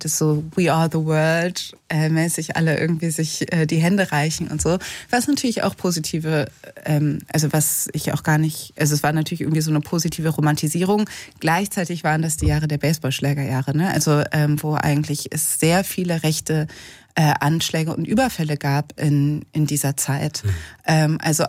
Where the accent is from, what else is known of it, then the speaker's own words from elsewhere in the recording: West Germany, Germany; Ich bin Kind der in den 90er Jahren groß geworden in Westdeutschland.